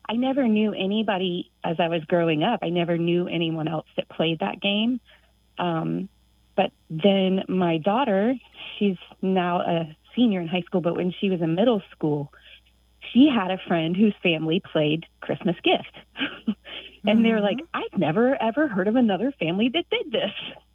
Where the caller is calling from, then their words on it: Tallahassee, Florida, United States; Hi, Grant. … I'm calling from Tallahassee, Florida.